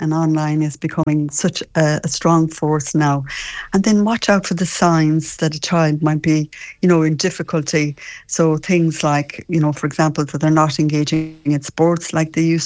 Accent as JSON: {"language": "English", "region": "Connacht", "country": "Ireland", "said": "because I'm a Mayo woman myself."}